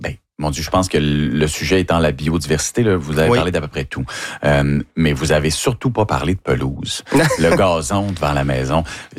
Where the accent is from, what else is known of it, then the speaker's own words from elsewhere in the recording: Dolbeau-Mistassini, Quebec, Canada; Moi, je viens de Dolbeau-Mistassini, Saguenay-Lac-Saint-Jean.